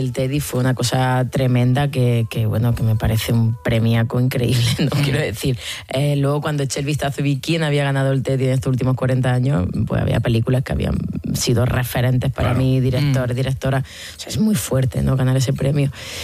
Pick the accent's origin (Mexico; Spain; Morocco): Morocco; Soy hispano-marroquín y marroquín. Soy hispano-marroquín, transcultural